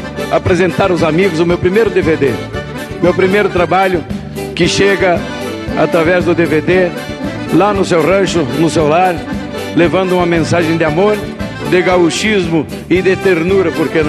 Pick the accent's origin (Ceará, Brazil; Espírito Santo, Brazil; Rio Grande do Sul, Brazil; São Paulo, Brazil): Rio Grande do Sul, Brazil; Lagoa Vermelha; Me sinto mais bem acompanhado junto com as imagens do meu povo e da minha terra lagoense.